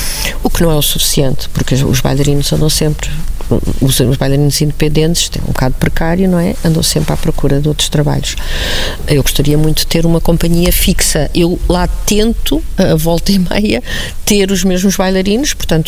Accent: Viana do Castelo, Norte, Portugal; born or raised there

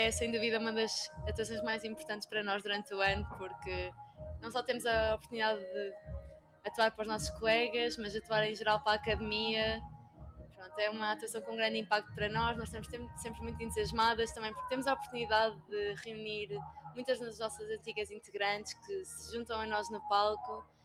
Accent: Coimbra, Centro, Portugal; eu no meu caso sou de Coimbra

